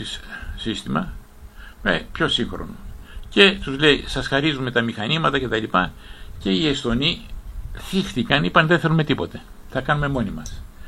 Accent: Greece; βλέπω ότι αυτή η πατρίδα μου που με έχει κάνει υπερήφανο από το παρελθόν

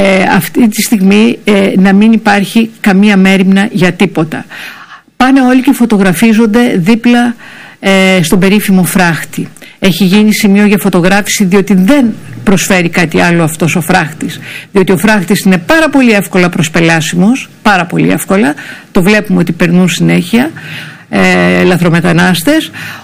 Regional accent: Orestiada, Eastern Macedonia and Thrace, Greece; εγώ που πήγαινα στο γυμνάσιο, στο Μικτόν Γυμνάσιο Ορεστιάδος

